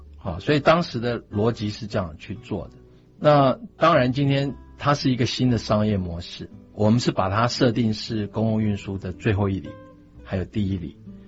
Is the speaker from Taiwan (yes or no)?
yes; Tainan, Taiwan; 就是说我们在乡下还会骑，像我那时候在台南长大，我就还会骑哈。